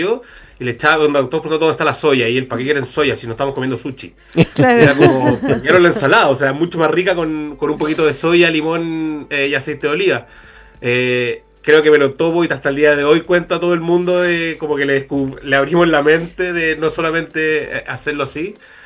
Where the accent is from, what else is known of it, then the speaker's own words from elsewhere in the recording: Viña del Mar, Valparaíso, Chile; born there; also born or lived in Santiago / Pirque; now in Concón, Chile; fuimos bien patiperro entre Viña y Santiago. Y Pirque, la verdad, más que Santiago. Yo soy de acá originario, soy de Viña. Llevo 5 años viviendo acá en Concón con mi pareja, con la María.